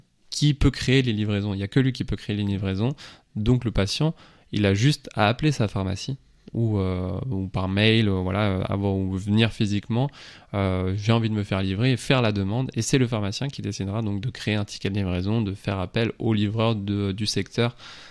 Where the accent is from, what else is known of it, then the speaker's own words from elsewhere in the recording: Lorient, Brittany, France; parce que je suis de Lorient, je suis revenu sur Lorient, le but c'est de le développer localement en premier temps.